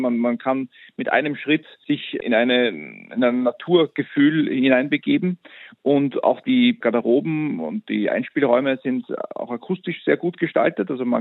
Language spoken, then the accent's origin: German; Vienna area, Austria; Ich denke da auch oft, auch in meiner Heimat rund um Wien gibt es das wunderbare Festival Grafeneck